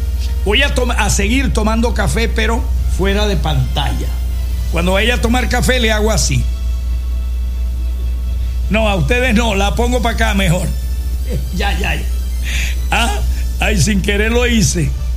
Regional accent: Venezuela

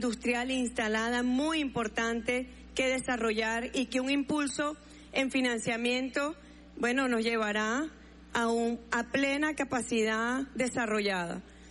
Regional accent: Venezuela; habla mucho de lo que somos los venezolanos y las venezolanas, que somos capaces en las peores de las dificultades, de los peores de los momentos, recuperarnos, sobreponernos y avanzar.

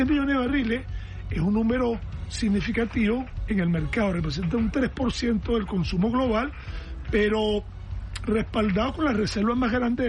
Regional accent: Venezuela

